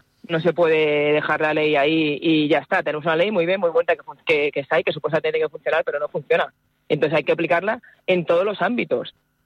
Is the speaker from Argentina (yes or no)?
no; Madrid, Community of Madrid, Spain; Yo soy de Madrid, nací en Madrid, me he criado en el barrio de Chueca desde que Chueca no era Chueca, o sea que conozco la Chueca anterior a lo que es ahora el barrio de La Libertad